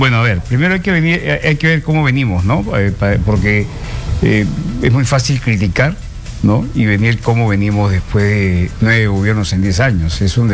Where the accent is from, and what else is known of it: Peru